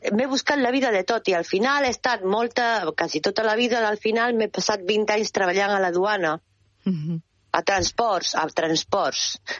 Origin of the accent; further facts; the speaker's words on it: Catalonia, Spain; accent: Empordanese; moved away; also born or lived in Úbeda, Andalusia / La Jonquera; Empordanesa, però és que a més sóc d'Úbeda